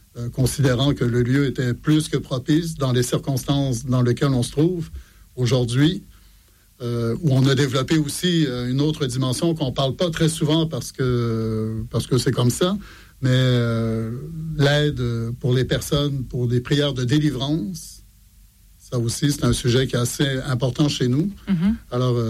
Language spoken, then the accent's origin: French; Montreal, Quebec, Canada; born or raised there; moved away as an adult; now in France